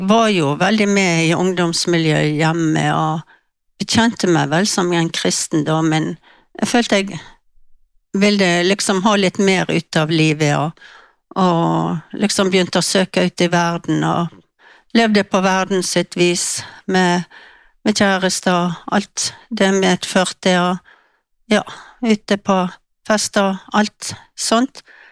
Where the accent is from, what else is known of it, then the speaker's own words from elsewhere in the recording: Austevoll, Vestland, Norway; now in Bergen, Norway; jeg vokste opp i Austevoll i bygd som heter Kolbensvik. Der bodde jeg sammen med mine foreldre og tre søsken, to eldre brødre og en yngre søster.